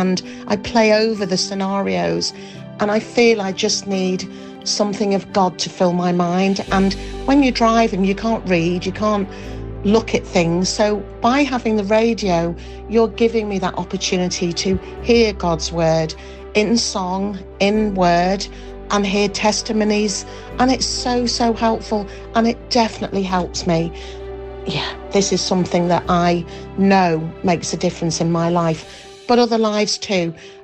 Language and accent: English; Leeds, Yorkshire and the Humber, United Kingdom; from Leeds.